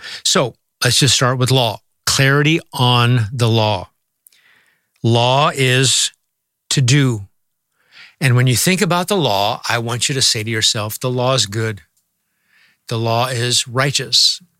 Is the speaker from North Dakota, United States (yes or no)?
no; Nebraska, United States; When I was a kid growing up in Nebraska